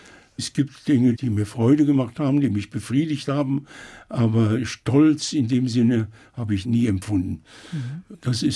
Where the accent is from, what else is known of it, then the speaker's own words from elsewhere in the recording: Eifel, Germany; now in Italy; Naja, ich habe immer die Eifel, Main, also immer als meine Heimat betrachtet. Ich habe zwar sicher mal in Italien in meinen ersten Jahren dort meine zweite Heimat gesucht und muss ehrlich sagen, ich habe sie nicht gefunden.